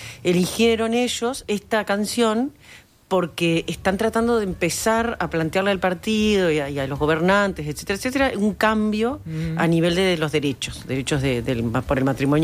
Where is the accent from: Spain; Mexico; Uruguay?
Uruguay; siempre somos la uruguaya o el uruguayo que andamos representando sin representar.